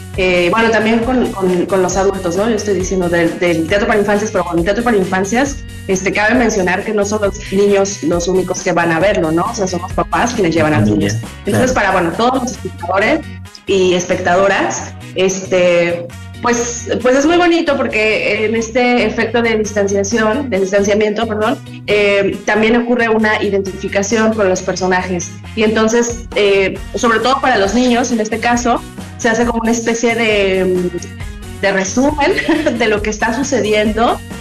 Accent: Morelos, Mexico; born there; moved away; gran parte de mi infancia, viví en Morelos y entonces yo tenía una casa bastante grande, teníamos un jardín muy, muy grande

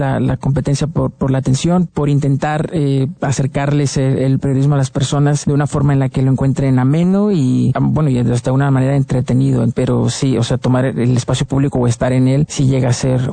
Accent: Guerrero, Mexico; now in Mexico City, Mexico; provengo de Guerrero

